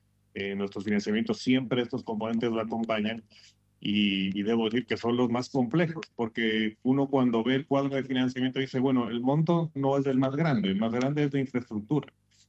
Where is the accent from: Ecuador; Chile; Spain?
Ecuador; Quito, Pichincha; now in Panama; yo soy quiteño, aunque vivo en Panamá